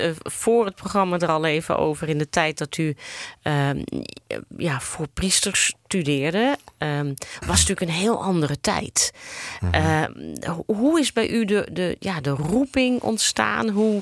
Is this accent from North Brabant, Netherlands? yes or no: no; Amsterdam, North Holland, Netherlands; Goed, ik kom zelf ook uit Amsterdam.